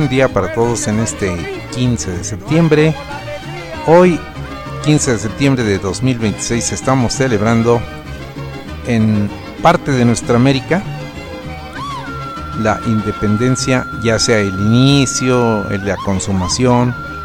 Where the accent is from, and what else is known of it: Mexico